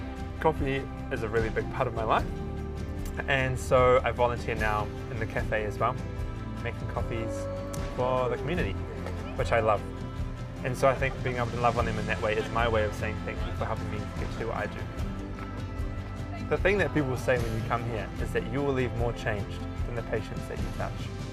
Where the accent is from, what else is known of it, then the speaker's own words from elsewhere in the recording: New Zealand; I am the Ward Nurse Reconstructive Plastics Team Leader and I'm from New Zealand.